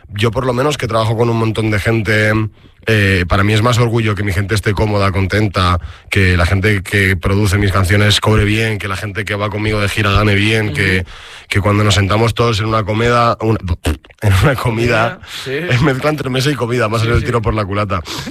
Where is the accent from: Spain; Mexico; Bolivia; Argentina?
Spain; Madrid, Community of Madrid; also born or lived in Aluche, Madrid; yo soy de Carabanchel y vivo en la Luche hace ya 7 años, 6